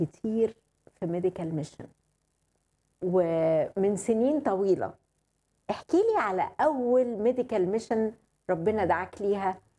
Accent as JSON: {"language": "Arabic", "country": "Egypt"}